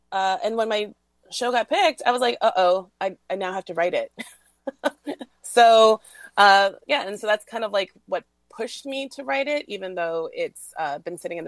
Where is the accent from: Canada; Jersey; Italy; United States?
Canada; I'm Asian. So rice, it made sense. I'm Vietnamese Canadian.